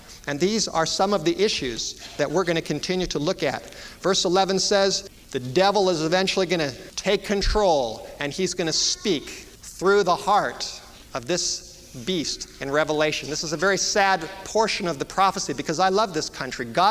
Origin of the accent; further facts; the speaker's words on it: United States; I enjoy the freedom that we have here, and other countries, other parts of the world have never had the kind of freedom that we have here in America.